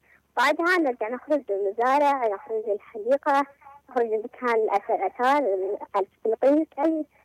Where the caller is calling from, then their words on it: Marib, Yemen